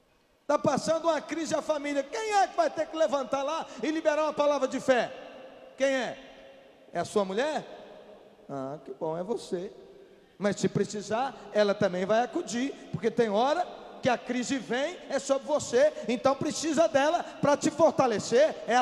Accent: Cuparaque, Minas Gerais, Brazil; born there; Lá na minha cidade, a cidade onde eu nasci, Cuparaque, tem uma serra que no alto da serra tem quase 800 metros de altura, acima do nível do mar.

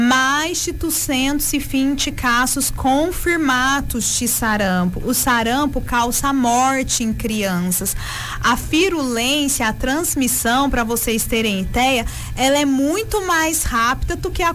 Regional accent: Minas Gerais, Brazil; Somos mineiros, né, gente?

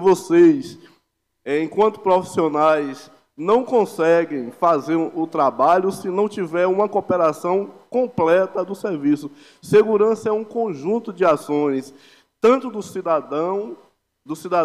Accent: Brazil; eu sou da comunidade do Picado

